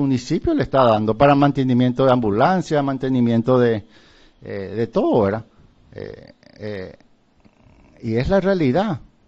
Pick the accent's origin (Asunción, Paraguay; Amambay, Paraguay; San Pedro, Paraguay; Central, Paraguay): Amambay, Paraguay; Pedro Juan Caballero; born there; Soy nacido en Pedro Juan Caballero. Tengo familia arraigada acá en Pedro Juan Caballero.